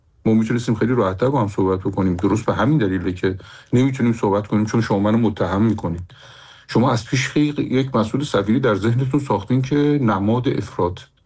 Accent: Iran; moved away; همه ما ایرانی هستیم،

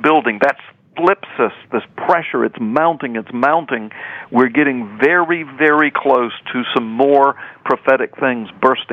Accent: Michigan, United States; I was raised in Michigan for a few years in my early life, so I'm familiar with that.

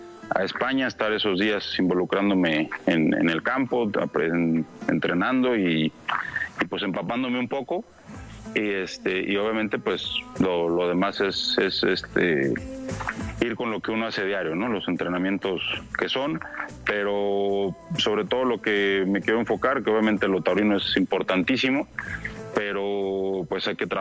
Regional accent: San Luis Potosí, Mexico

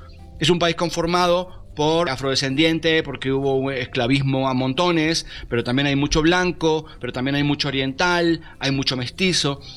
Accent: Argentina

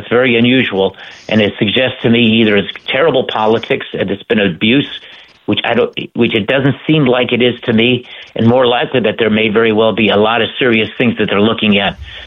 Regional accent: United States; we all as American citizens

